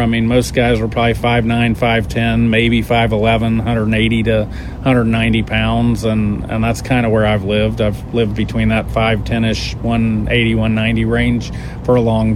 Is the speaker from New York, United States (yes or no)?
no; Washington, District of Columbia, United States; born there; also born or lived in New Mexico; My dad had spent a number of years at the Pentagon, and I was born in Washington.